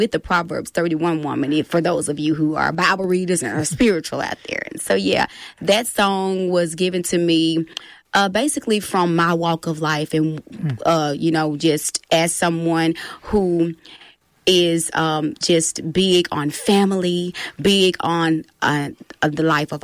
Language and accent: English; Osceola, Arkansas, United States; now in West Memphis, United States; I am originally from Osceola, Arkansas, home of the Seminoles. I currently reside in West Memphis, so I am, in fact, an Arkansas woman. Graduated from Osceola High School in 1999. I actually attended here at A-State for a little while. And so I am deeply rooted in Arkansas.